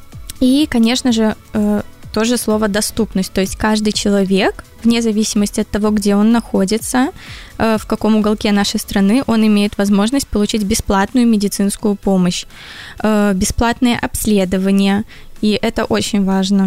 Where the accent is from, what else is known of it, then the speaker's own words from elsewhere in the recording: Mogilev, Mogilev Region, Belarus; moved away as an adult; так как я сама из Могилева и приехала сюда по распределению